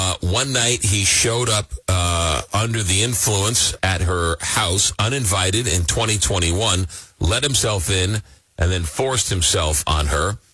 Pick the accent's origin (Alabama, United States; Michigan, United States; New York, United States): New York, United States; Long Island; born or raised there